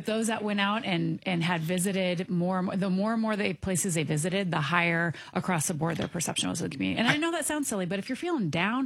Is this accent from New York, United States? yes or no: no; Quincy, Illinois, United States; So I grew up in Quincy, and we had the Quincy Gems.